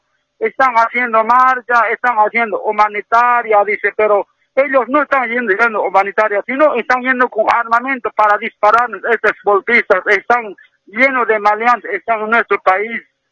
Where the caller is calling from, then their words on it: Montero, Santa Cruz, Bolivia; Estamos llamando, hermana, de aquí de Montero, Santa Cruz.